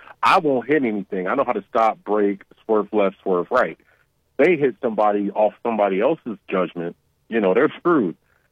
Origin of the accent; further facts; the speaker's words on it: Akron, Ohio, United States; Oh, my best jobs were working at Six Flags Worlds of Adventure, also known as Six Flags Aurora.